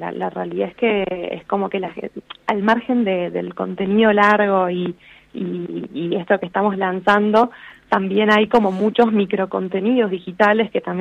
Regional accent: Argentina; creo que algo que nos distingue y que nos da como esa sensación de que se puede, somos Argentina

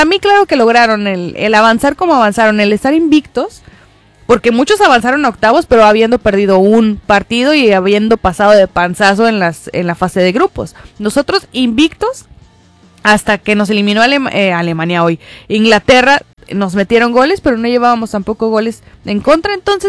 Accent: Mexico; así somos los mexicanos

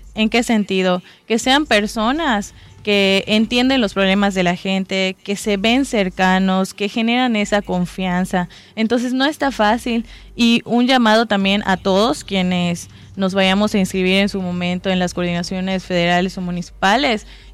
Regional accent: Mérida, Yucatán, Mexico; Yo soy del sur de Mérida

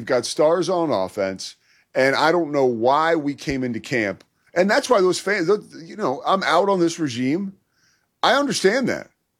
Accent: Philadelphia, Pennsylvania, United States; we literally all grew up like in the same general area, like Catholic people from Southeast Philly.

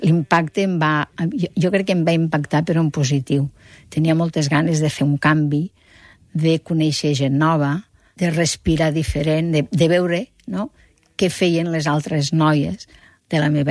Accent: Catalonia, Spain; accent: Western Catalan; Però jo mai no he volgut amagar el meu accent occidental.

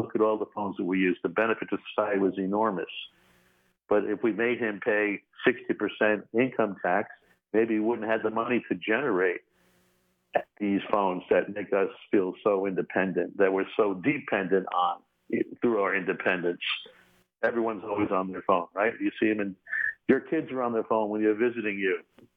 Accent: Brentwood, New York, United States; also born or lived in San Antonio, Texas; Then back to my parents' roots in New York. They were both born in Brooklyn. Lived on Brentwood, Long Island, believe it or not. It was a beautiful place as I was growing up as a kid.

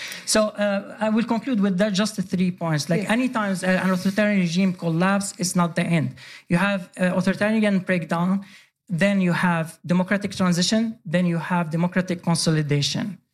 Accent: Sweden; No, very appreciated because I grew up in Sweden.

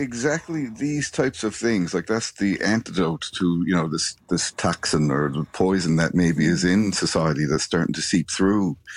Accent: Carbonear, Newfoundland and Labrador, Canada; I used to go by there, you know, when I was, again, growing up in Carbonear, like we'd always, usually when I'd be going up the shore, down the shore

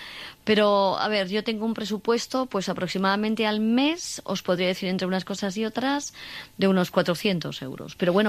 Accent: Cuenca, Castilla-La Mancha, Spain; now in Madrid, Spain

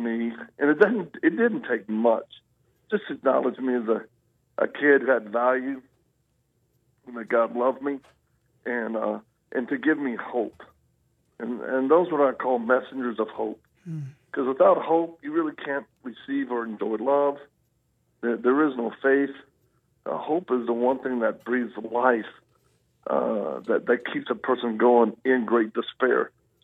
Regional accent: Louisiana, United States; born there; also born or lived in Mississippi / Texas; Well, I'm a Southern boy. I was born in Louisiana

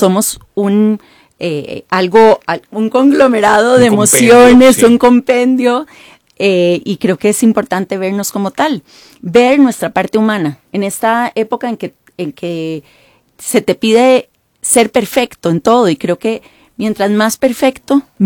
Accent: Costa Rica; born there; moved away; also born or lived in Washington / New York / Miami; Yo nací en Costa Rica. De padres, que nacieron en Costa Rica, pero de abuelos polacos, austriacos. Viví en Washington, viví en Nueva York, viví en Miami.

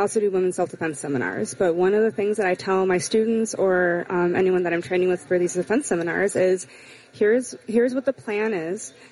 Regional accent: Bolingbrook, Illinois, United States; born or raised there; moved away as an adult

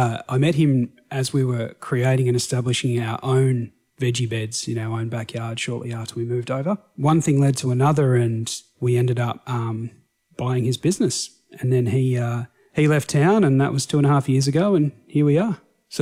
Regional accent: Ballarat, Victoria, Australia; I grew up in regional Victoria in a big town called Ballarat.

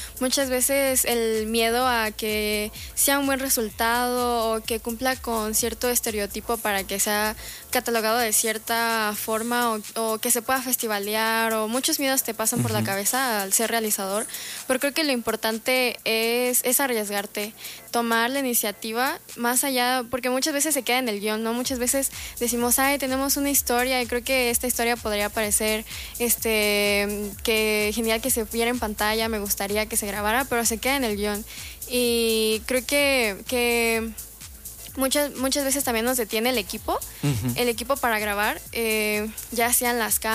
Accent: Michoacán, Mexico; nos dan identidad como michoacanos, en este caso, también como mexicanos.

